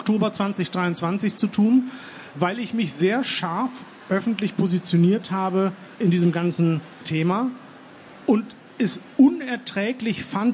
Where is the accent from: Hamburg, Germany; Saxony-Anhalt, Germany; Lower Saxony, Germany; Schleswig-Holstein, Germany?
Lower Saxony, Germany; Hollern-Twielenfleth; meine Eltern sind in den 80er Jahren in diesem kleinen Dorf Hollern-Twillenfleet, in dem ich groß geworden bin, das sehr evangelisch-lutherisch ist, konvertiert.